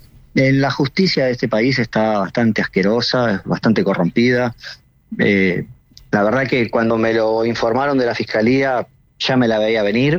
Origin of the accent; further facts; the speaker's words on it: Buenos Aires, Argentina; Del conurbano.